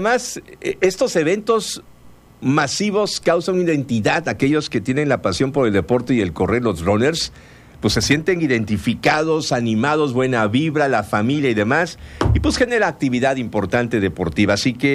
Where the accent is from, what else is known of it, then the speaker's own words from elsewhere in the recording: Mexico; Ayer éramos unos solos, mexicanos, todos, mexicanas y mexicanos